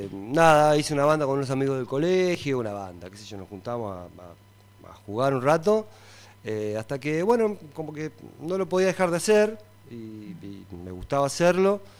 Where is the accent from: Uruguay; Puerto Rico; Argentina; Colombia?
Argentina; Mar del Plata, Buenos Aires Province; also born or lived in Comodoro Rivadavia; Vengo de... Bueno, nacido a cortito, nacido en Comodoro Rivadavia, Chubut. Y como a los 12 más o menos me fui con mis padres, mi madre va en realidad, a Mar del Plata, donde me radiqué ahí, ya nos quedamos ahí.